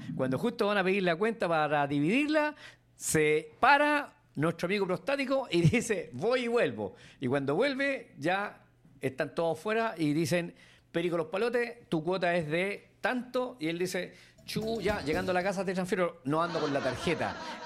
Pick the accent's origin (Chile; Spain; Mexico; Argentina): Chile; si así somos los chilenos.